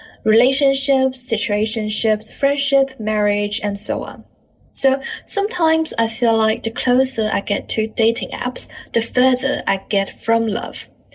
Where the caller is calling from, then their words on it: Shenzhen, Guangdong, China; from Shenzhen.